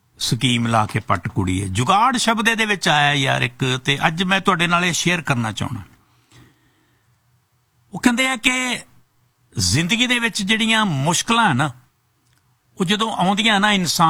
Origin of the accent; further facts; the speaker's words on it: Amritsar, Punjab, India; ਇੱਕ ਮੈਂ ਅੰਮ੍ਰਿਤਸਰ ਦਾ ਰਹਿਣ ਵਾਲਾ